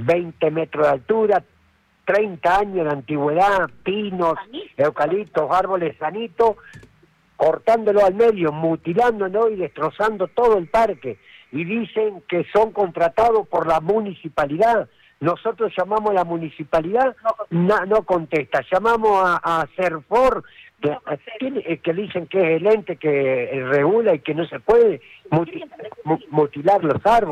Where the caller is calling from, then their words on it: Arequipa, Peru; Somos vecinos de Caima aquí, del Comité 14 de Buenos Aires